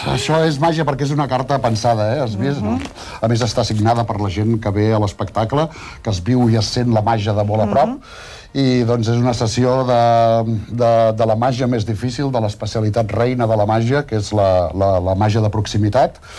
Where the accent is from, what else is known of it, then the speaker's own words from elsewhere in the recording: Bràfim, Catalonia, Spain; Sí, jo soc de Bràfim, és un poblet de 700 habitants, i la veritat és que, bueno, és un orgull doncs dir que soc un mag de la província de Tarragona